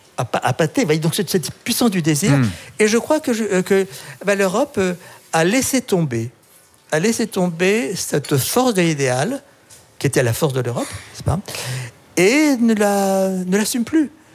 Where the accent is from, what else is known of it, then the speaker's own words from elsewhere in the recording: France; Ah, je viens de France, hein.